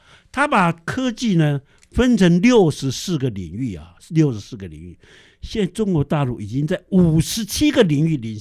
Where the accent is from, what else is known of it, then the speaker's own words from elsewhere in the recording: Taiwan; 我们台湾人不喜欢这个大陆体制，因为我们是崇拜民主。